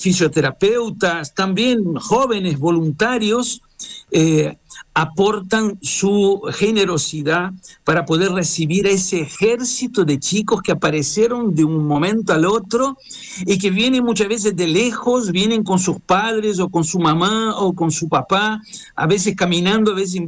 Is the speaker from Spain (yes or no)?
no; Brazil; moved away as an adult; now in Córdoba, Argentina; Yo soy brasileño, vivo en Córdoba hace 30 años